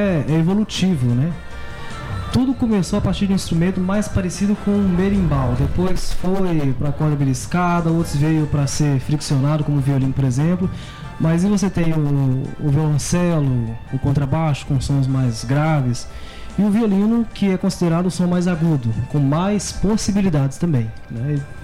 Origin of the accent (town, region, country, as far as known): Pompéu, Minas Gerais, Brazil; born there; also born or lived in Janaúba, Minas Gerais